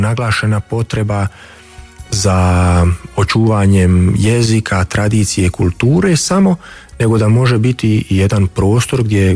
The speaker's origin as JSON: {"language": "Croatian", "area": "Lašva Valley", "region": "Federation of Bosnia and Herzegovina", "country": "Bosnia & Herzegovina", "tie": "born or raised there", "moved": "as an adult", "lives_now": "Münster, Germany", "said": "Sva tri ta mjesta su u srednjoj Bosni, praktično u Lašmanskoj dolini, jako su blizu, to je i moj zavičaj."}